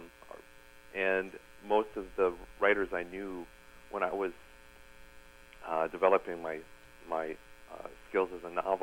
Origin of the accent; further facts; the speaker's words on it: Minnesota, United States; I'm from Minnesota. I grew up listening to Prairie Home Companion, still listen to it from time to time.